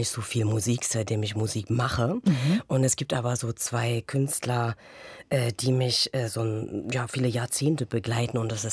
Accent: Greiz, Thuringia, Germany; born there; Ich bin in Greiz geboren.

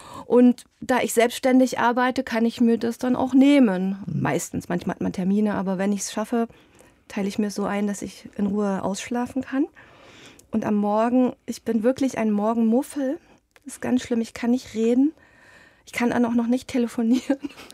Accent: Eisenach, Thuringia, Germany; Ich liebe Bach, ich komme aus Eisenach natürlich, bin mit der Musik groß geworden.

